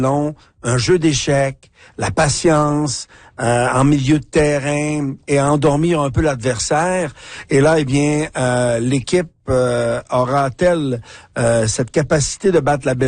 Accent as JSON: {"language": "French", "region": "Manitoba", "country": "Canada", "said": "chez nous au Manitoba."}